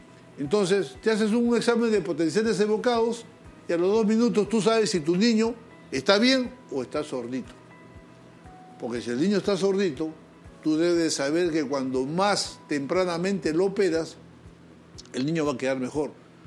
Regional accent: Peru; Conozco mi pueblo peruano, que tanto quiero.

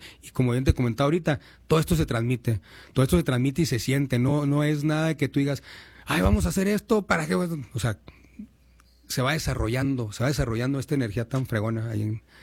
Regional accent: Chihuahua, Mexico; nosotros somos ahí chihuahuenses

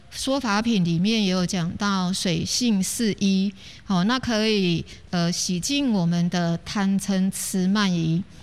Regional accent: Taiwan; 所以我们生在台湾真的是很有福

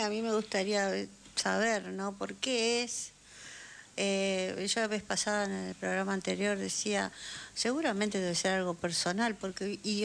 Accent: Argentina

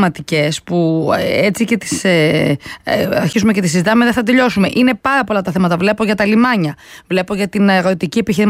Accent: Varda, Western Greece, Greece; εγώ είμαι από τη Βάρδα, Βάρδα Ηλίας

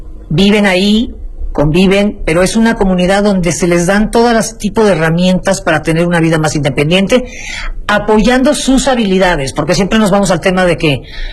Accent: Mexico City, Mexico; Mi familia es cubana, sí. Yo nací aquí en Ciudad de México.

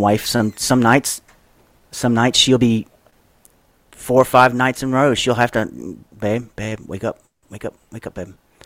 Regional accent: Louisiana, United States; When I grew up down here in Louisiana, where I'm from, I grew up in trailers all my life.

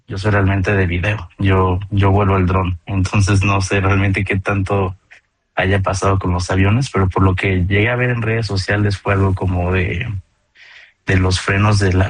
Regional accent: Mexico

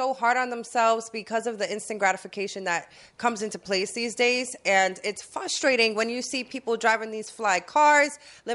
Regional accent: Bronx, New York, United States; I seem like I'm an East Side girl, but I'm definitely from the Bronx.

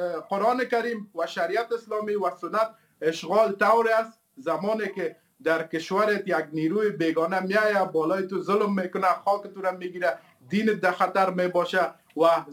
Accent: Badakhshan, Afghanistan; در افغانستان هستم، افغان هستم، از بدخشان هستم، عضو امارت اسلامی هستم.

